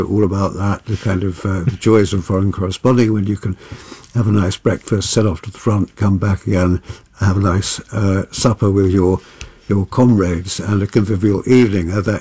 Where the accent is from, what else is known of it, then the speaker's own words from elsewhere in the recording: Kent, South East England, United Kingdom; I was brought up in Kent, my father was in the RAF